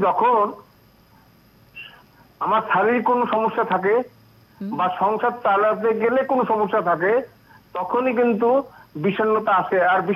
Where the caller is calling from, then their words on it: Baharampur, West Bengal, India; আমি পশ্চিমবঙ্গের মুর্শিদাবাদ জেলার বহরমপুর থেকে … বলছি দিদি।